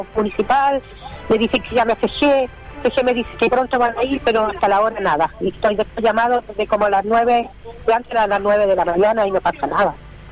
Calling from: Coronel, Biobío, Chile; yo lo estoy llamando de acá, del sector de Lagunillas Verdes, de Coronel.

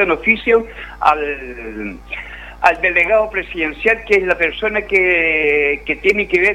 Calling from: Coronel, Biobío, Chile

